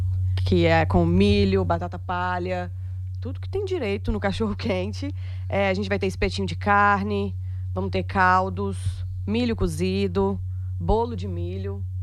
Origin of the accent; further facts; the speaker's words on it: Tarumirim, Minas Gerais, Brazil; moved away; eu sou de Tarumirim, Minas Gerais